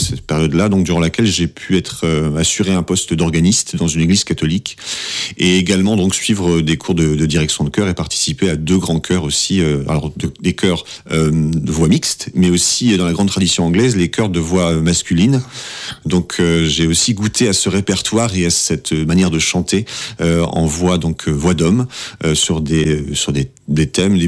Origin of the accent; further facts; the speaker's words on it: Brest, Brittany, France; born there; une triple culture, à la fois allemande, française et puis bretonne de par ma naissance quand même, puisque je suis né à Brest.